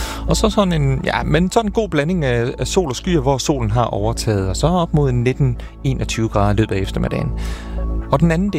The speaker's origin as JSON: {"language": "Danish", "town": "Viborg", "region": "Central Denmark Region", "country": "Denmark", "tie": "born or raised there", "said": "jeg er fra Midt- og Vestjylland, jeg er fra Viborg."}